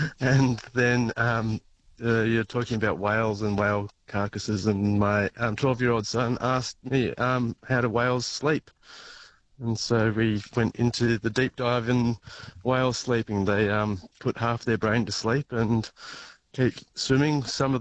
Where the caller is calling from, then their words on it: Mullumbimby, New South Wales, Australia; Bimby, main arm.